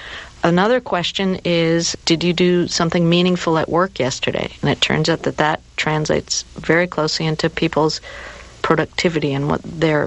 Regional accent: Peru; I'm from Peru

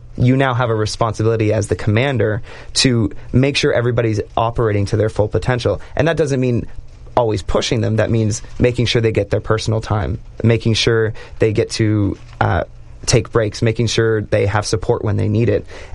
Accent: Canada; Us being Canadian, we love to see our home from orbit

